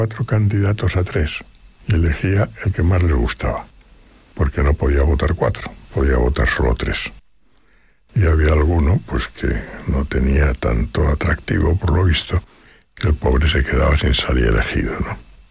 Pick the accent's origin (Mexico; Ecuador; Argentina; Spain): Spain; Madrid, Community of Madrid; born there; Digo: «Yo nací en Madrid».